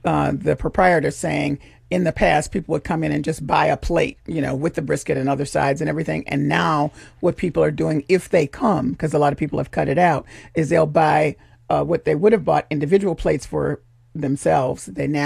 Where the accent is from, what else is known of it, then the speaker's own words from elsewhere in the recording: Memphis, Tennessee, United States; I'm from Memphis.